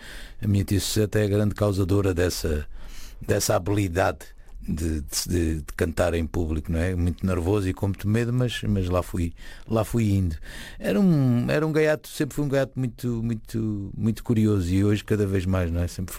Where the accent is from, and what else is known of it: Lisbon, Portugal; born there